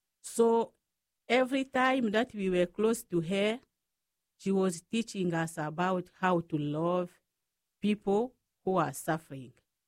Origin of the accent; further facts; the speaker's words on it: Wembonyama, Sankuru, DR Congo; born there; English is a second language; I am Franciscan sister from Republic Democratic of the Congo in Africa. So I am diocesan sister, which means we are under the bishop of local diocese. So I was born in Congo in Africa in a small village called Wembonyama.